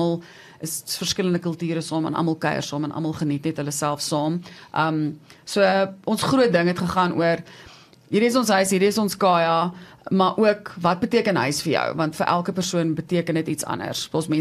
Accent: Western Cape, South Africa; moved away; ek kom van die Kaap af en ek het altyd gedink Kaap is my huis, maar nou dat ek nou al oor die jare my vriende en my familie en almal hierso

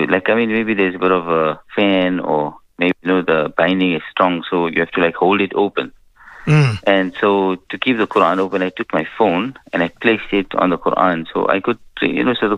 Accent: South Africa; born there; I'm born in this country. Our parents are born in this country. Our grandparents are born in this country. It's the only citizenship that we hold. I mean, we are South African.

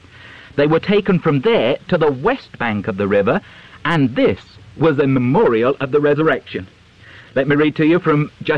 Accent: King's Lynn, East of England, United Kingdom; It was always a thrill when I was a boy to travel some 14 miles from my hometown of King's Lynn to a seaside town of Hunstanton.

